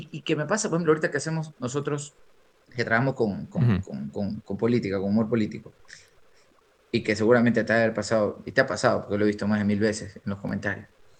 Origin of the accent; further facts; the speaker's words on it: Ecuador; Yo, como ecuatoriano